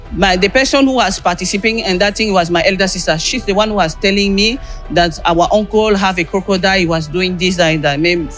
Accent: Belgium; I come from Belgium.

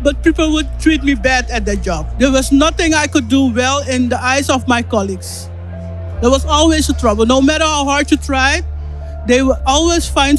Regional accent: Netherlands; I'm from the Netherlands.

